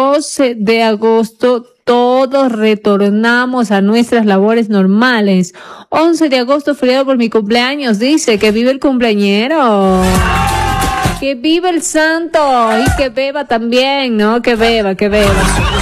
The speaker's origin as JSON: {"language": "Spanish", "country": "Ecuador"}